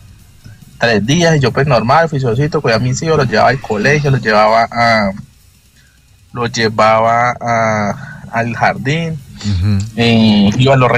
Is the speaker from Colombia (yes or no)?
yes; Neiva, Huila, Colombia; Pues, resulta que nosotros somos de Neiva, ¿sí?